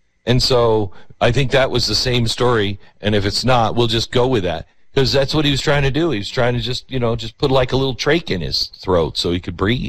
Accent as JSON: {"language": "English", "country": "United States", "said": "God, I'm glad I am American."}